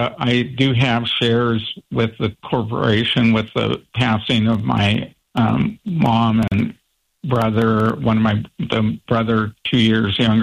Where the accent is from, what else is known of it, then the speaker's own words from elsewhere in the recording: Wrangell, Alaska, United States; And, you know, I grew up in Wrangell.